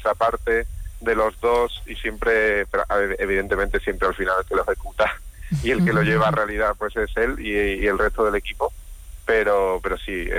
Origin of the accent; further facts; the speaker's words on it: Mairena del Aljarafe, Andalusia, Spain; moved away as an adult; also born or lived in Latin America; yo soy de Mairena de toda la vida, pero bueno, hace muchos años me fui a Latinoamérica